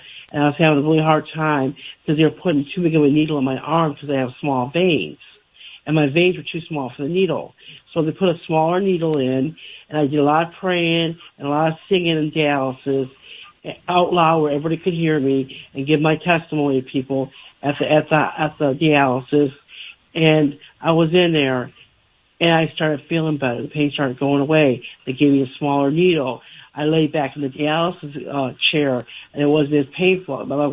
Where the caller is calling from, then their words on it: Pontiac, Michigan, United States; I'm from Pontiac. I've called you before.